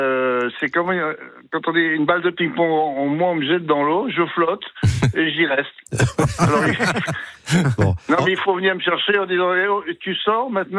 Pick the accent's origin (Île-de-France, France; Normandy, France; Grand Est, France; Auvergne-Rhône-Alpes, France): Normandy, France; Alors, balader, là, je suis remonté chez moi en Normandie, là.